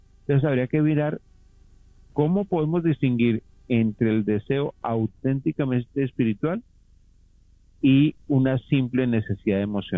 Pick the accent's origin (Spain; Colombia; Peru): Colombia; moved away as an adult; now in United States; Yo nunca pensé, yo voy a vivir en Estados Unidos. Yo vivía en un país hermoso que es Colombia, y ahí me ganaba como $1 al mes. Y yo nunca imaginé estar aquí.